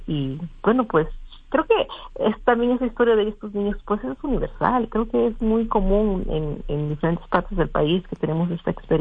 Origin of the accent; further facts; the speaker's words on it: Oaxaca, Mexico; first language Chatino; Spanish is a second language; que también que el chatino fuera una lengua presente, ¿no?, y representarla, porque, pues, bueno, es mi lengua materna